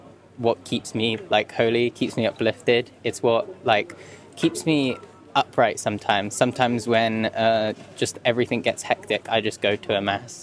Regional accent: London, United Kingdom; From London.

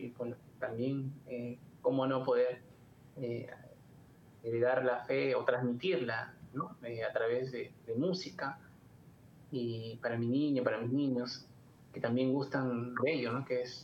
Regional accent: Trujillo, La Libertad, Peru; moved away as an adult; now in Lima, Peru; Nosotros somos de Trujillo, una ciudad del norte del Perú. Por trabajo tuvimos que viajar acá, bueno, a Lima, Perú.

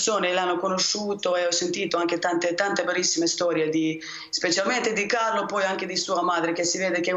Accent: Medjugorje, Federation of Bosnia and Herzegovina, Bosnia & Herzegovina; Italian is a second language; Sì, sono croata che vivo in Međugorje da quando sono nata.

